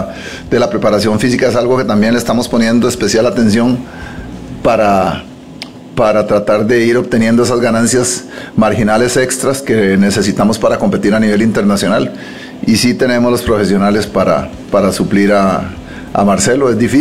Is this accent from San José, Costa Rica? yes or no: no; Turrialba, Cartago, Costa Rica; yo soy de Turrialba. Todo el mundo sabe que soy de Turrialba.